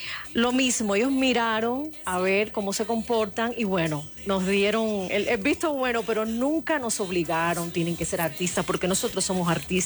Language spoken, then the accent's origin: Spanish; Havana, Cuba; empecé mi carrera a los 6 años en Cuba. Nací, me crié en La Habana, vengo de una familia musical.